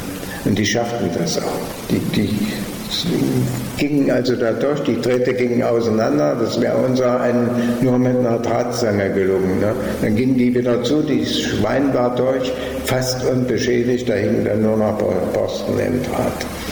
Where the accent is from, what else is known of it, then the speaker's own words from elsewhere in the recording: Uder, Thuringia, Germany; Ich bin in Uda geboren, bin dort zur Schule gegangen